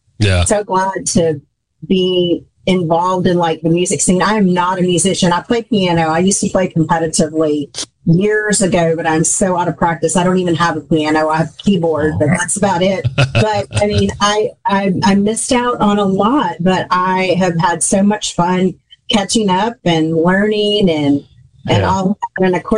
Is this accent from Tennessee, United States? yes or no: yes; Memphis, Tennessee, United States; also born or lived in St. Louis; I am from Memphis. Was born here. Lived in St. Louis for about a year and a half when I was a little kid. But other than that, here all my life.